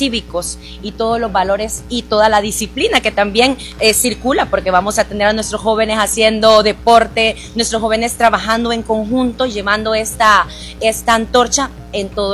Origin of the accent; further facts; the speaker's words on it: El Salvador; todos nosotros como salvadoreños vamos a vivir esta fiesta.